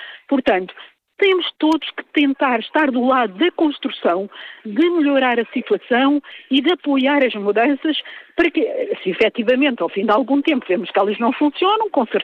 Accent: Portugal; se eu penso como português, todos nós, como portugueses, teremos realmente um Portugal diferente.

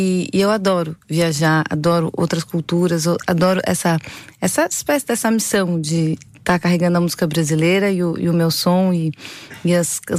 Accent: São Paulo, Brazil; moved away as an adult; passei a vida inteira em São Paulo, vivendo na capital, aquela cidade maluca. E na pandemia a gente se mudou para uma praia no litoral norte de São Paulo.

